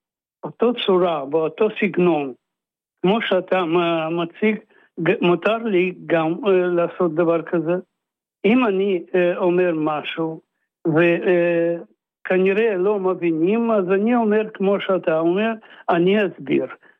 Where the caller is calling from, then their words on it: the Krayot, Haifa District, Israel; אני אמרתי לך, קריות.